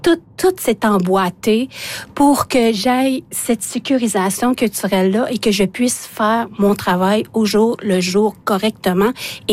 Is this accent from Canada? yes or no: yes; Canada; first language Innu-aimun; French is a second language; Imagine, moi qui parle l'inuimoun, ma langue maternelle, c'est l'inuimoun.